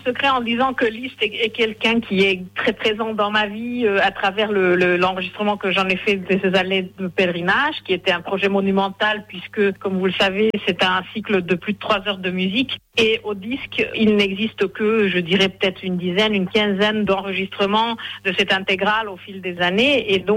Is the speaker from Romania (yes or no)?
yes; Timișoara, Timiș County, Romania; born there; first language Hungarian; French is a second language; moved away; also born or lived in France / United States; Je suis née à Timișoara, donc en Roumanie. C'est un petit peu le jeu de l'histoire, puisque mes grands-parents sont nés à l'époque en Hongrie